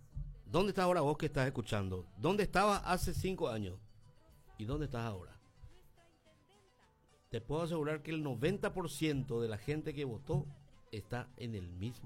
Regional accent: Coronel Oviedo, Caaguazú, Paraguay

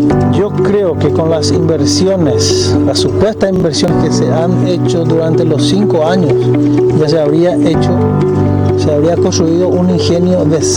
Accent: Paraguay; ¿Y por qué bancamos todos los paraguayos?

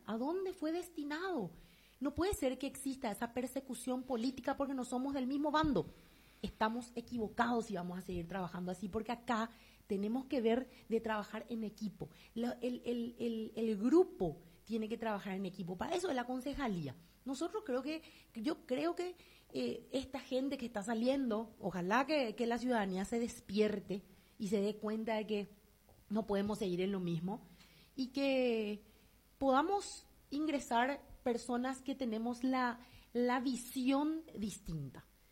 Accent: Luque, Central, Paraguay; es nuestro derecho como ciudadanos paraguayos y como luqueños

